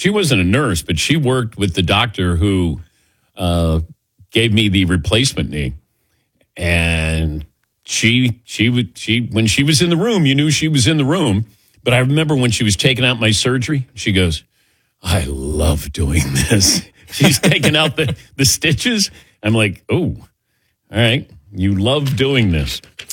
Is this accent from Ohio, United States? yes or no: yes; Ohio, United States; Yeah, but, you know, I said, and I grew up in Ohio, I said, give him a break.